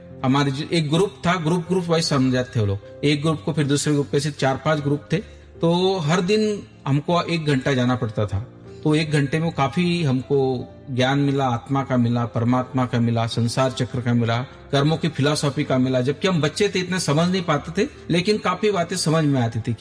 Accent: Bhadgaon, Maharashtra, India; हमारे गांव में, जब जलगांव डिस्ट्रिक्ट में भड़गांव तहसील में हमारा गांव है, तो वहां पर हम रहते थे।

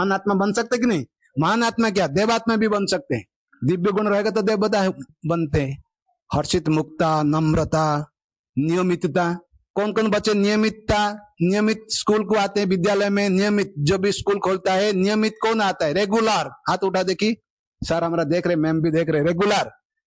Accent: Odisha, India; born or raised there; moved away

